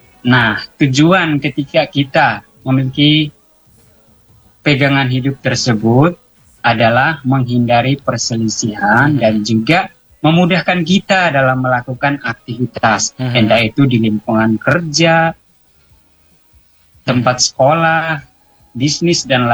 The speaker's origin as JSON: {"language": "Indonesian", "region": "East Nusa Tenggara", "country": "Indonesia", "moved": "as an adult", "said": "saya juga tahu diri saya berasal dari etnis atau suku Dawan Timur. Sebagai orang Timur"}